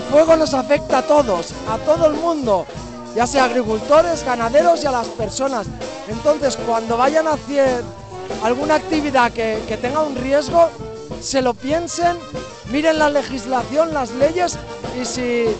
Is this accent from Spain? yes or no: yes; Estopiñán del Castillo, Aragon, Spain; hijo de Estopiñán y de aquí no me echan ni con aguarrás.